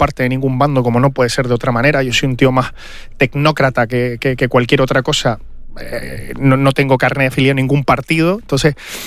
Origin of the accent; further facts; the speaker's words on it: Spain; Hombre, yo soy de España, punto.